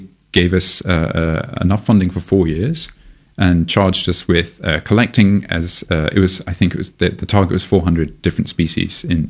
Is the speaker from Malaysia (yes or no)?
yes; Malaysia; now in Australia; I'm originally from Malaysia. Despite my very Western name, I am mixed race, and I grew up there